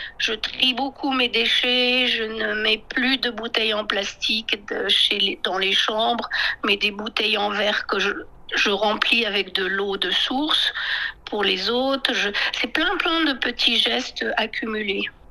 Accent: France

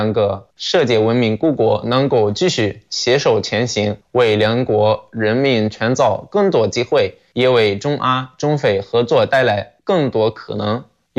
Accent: Egypt; Chinese is a second language; now in China

